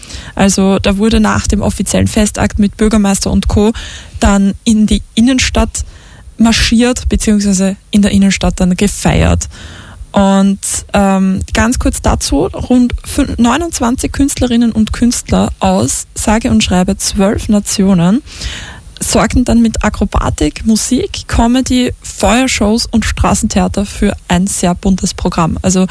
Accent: St. Pölten, Lower Austria, Austria; Also ich kenne aus vielen Gesprächen, wenn ich erzähle, ich bin aus St. Pölten, dann werde ich meistens so ein bisschen bemitleidend angeschaut

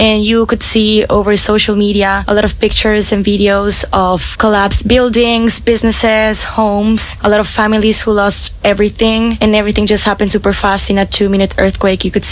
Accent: Colombia; now in Gothenburg, Sweden; from Colombia

